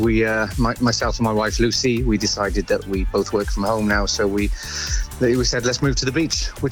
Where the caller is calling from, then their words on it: Wales, United Kingdom; because I've moved to West Wales